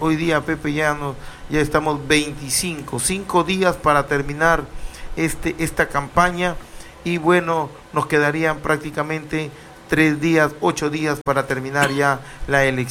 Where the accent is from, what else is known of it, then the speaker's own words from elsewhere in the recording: Peru; muy agradecido con mi pueblo de Tucumán